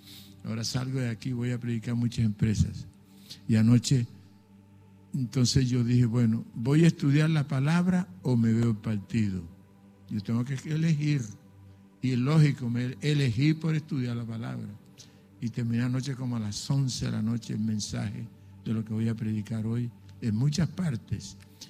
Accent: Planeta Rica, Córdoba, Colombia; born there; Nací en Córdoba, en Planeta Rica

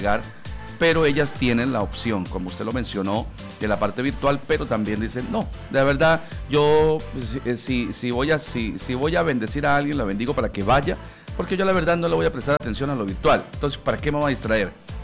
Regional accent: Colombia; como colombianos dejamos todo para lo último.

